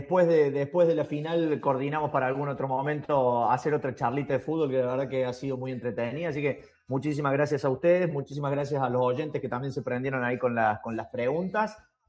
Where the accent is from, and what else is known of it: Argentina